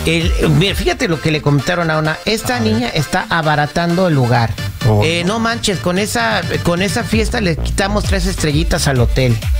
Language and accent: Spanish; Morelia, Michoacán, Mexico; A mí no me dejaron en Morelia, en mi tierra, no me dejaron entrar a un antro exclusivo